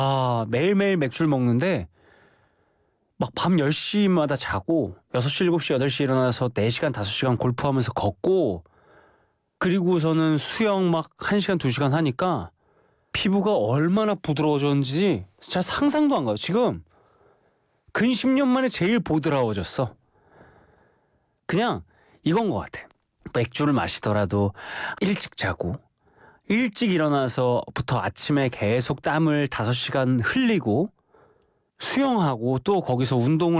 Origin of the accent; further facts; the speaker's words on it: South Korea; 한국에서 온